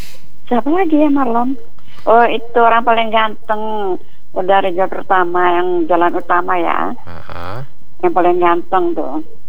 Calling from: Pancur Batu, North Sumatra, Indonesia; Warga Pancur Batu dong.

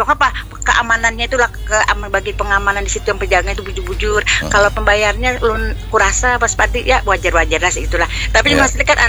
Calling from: Banjarmasin, South Kalimantan, Indonesia; kami itulah sebagai warga Banjarmasin

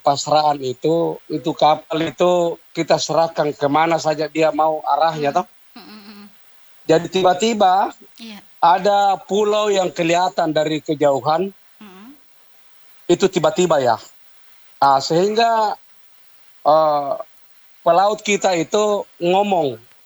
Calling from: South Sulawesi, Indonesia

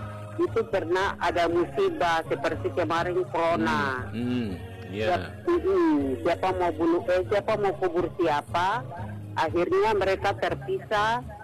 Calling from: Central Papua, Indonesia; Menau itu ada di Kepala Air Kaliwanggar, itu daerah saya.

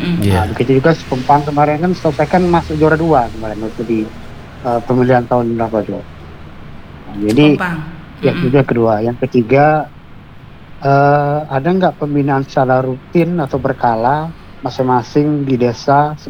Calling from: Natuna, Riau Islands, Indonesia; Ini dari Putra Cemaga nih Mbak.

